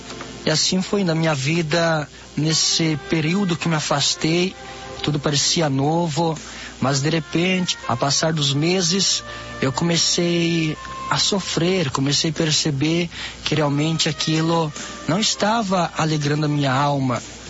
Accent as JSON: {"language": "Portuguese", "town": "Formosa do Sul", "region": "Santa Catarina", "country": "Brazil", "said": "sou da cidade de Formosa do Sul, Santa Catar"}